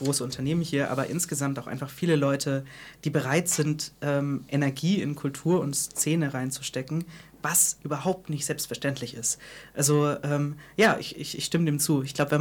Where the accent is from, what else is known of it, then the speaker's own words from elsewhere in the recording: Erlangen, Bavaria, Germany; Erlangen, deswegen, weil ich tatsächlich hier aufgewachsen bin. Also ich bin in Steudach geboren, falls das irgendjemandem was sagt.